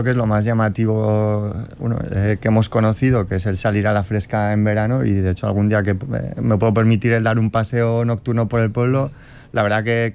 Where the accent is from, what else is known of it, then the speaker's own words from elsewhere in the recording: Azagra, Navarre, Spain; he tenido la suerte de estudiar y trabajar fuera muchos años y siempre se me ha llenado la boca cuando he hablado de mi pueblo